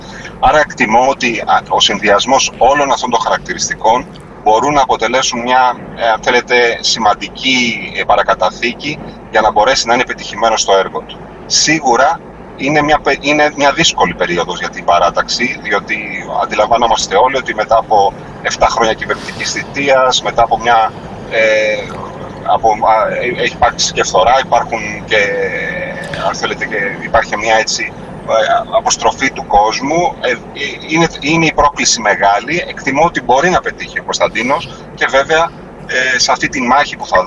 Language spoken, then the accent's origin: Greek; Peloponnese, Greece; οι συμπολίτες μου στη Μεσσηνία γνωρίζουν πάρα πολύ καλά ότι στα 7 χρόνια που έχω την τιμή να τους εκπροσωπώ στο Κοινοβούλιο, δεν έχω σταματήσει ποτέ να δίνω τις μάχες για τον τόπο μου